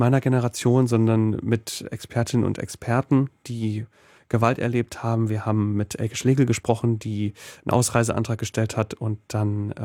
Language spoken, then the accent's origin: German; East Germany, Germany; now in Berlin, Germany; Ich bin aus dem Osten gekommen, bin dann hierher zum Studieren nach Berlin